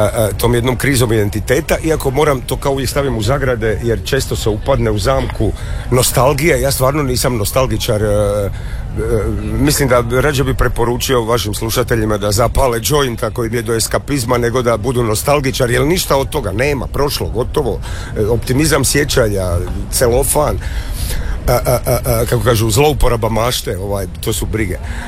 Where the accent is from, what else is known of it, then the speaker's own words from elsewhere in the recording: Split, Split-Dalmatia County, Croatia; now in Zagreb, Croatia; Kako svaki put bio ovdje dva dana ili dva mjeseca ili 20 dana, pošto sam otišao 95. dulje sam u Zagrebu nego što sam u Splitu.